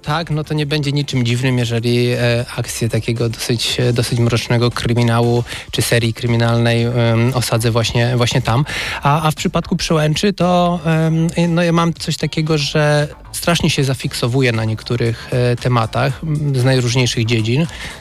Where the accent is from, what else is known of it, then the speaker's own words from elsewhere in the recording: Łódź, Łódź Voivodeship, Poland; pochodzę z Łodzi